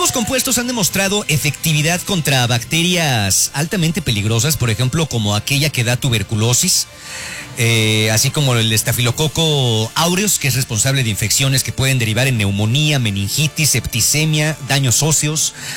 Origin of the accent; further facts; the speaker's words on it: Mexico; sí porque somos mexicanos